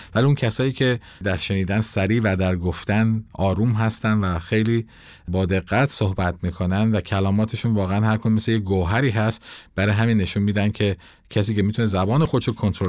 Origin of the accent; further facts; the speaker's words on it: Iran; همه میگیم ما ایرانی هستیم